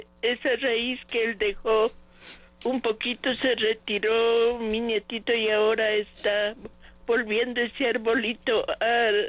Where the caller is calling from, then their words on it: Sangolquí, Pichincha, Ecuador; de Sangolquí.